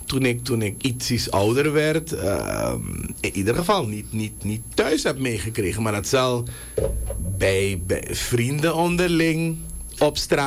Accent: Suriname; Thuis opgroeien als kind in Suriname. Er werd niet heel veel Sranantongo tegen ons gesproken.

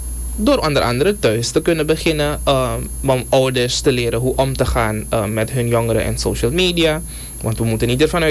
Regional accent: Suriname

